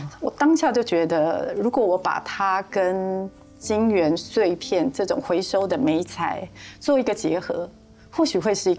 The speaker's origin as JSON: {"language": "Chinese", "region": "Hsinchu", "country": "Taiwan", "tie": "born there", "said": "我出生在新竹这个以科技闻名的一个城市"}